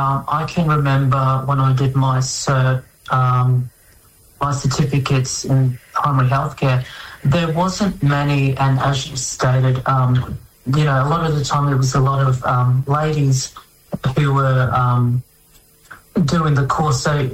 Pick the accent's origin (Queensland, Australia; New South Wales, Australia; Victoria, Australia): Queensland, Australia; Bundaberg; I grew up in Bundaberg, my hometown.